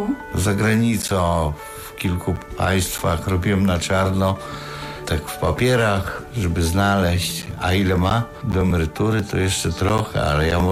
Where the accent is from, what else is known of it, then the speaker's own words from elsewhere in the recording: Kraśnik, Lublin Voivodeship, Poland; Bo ja pochodzę z hełma, tylko z Kraśnika.